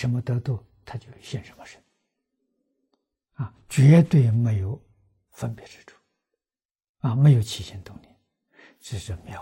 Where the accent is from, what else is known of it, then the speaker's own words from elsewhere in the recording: China; 所以我们中国人共弥勒菩萨。